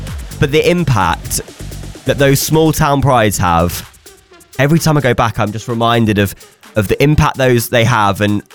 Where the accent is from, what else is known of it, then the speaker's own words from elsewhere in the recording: Andover, South East England, United Kingdom; moved away; I went back to my hometown of Andover. I hear you say, where? And that's okay. It's a small little town. Probably never heard of it. In Hampshire. But it's where I'm from. And I'd say it's a very, how do I put this, traditional town.